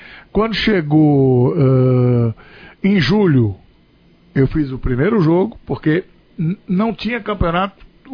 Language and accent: Portuguese; Recife, Pernambuco, Brazil; Eu sou do Recife, do Recife.